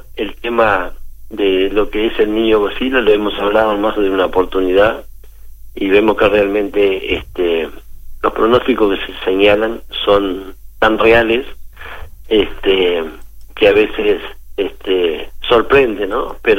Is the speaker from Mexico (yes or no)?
no; Salto, Uruguay; todos aquellos que somos parte del fútbol, pero que también somos salteños